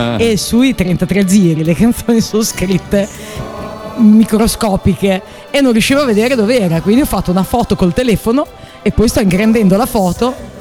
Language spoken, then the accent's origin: Italian; Bologna, Emilia-Romagna, Italy; io sono di Bologna, North of Italy, North.